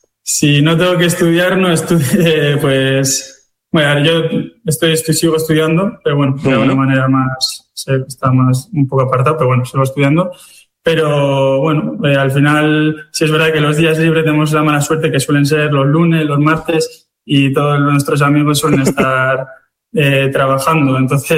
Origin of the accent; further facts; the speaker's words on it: Basque Country, Spain; al final somos vascos y al final yo creo que eso hace mucho